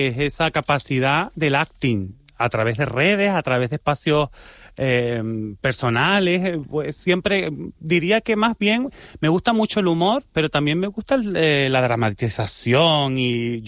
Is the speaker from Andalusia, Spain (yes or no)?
no; San Juan de la Rambla, Canary Islands, Spain; born or raised there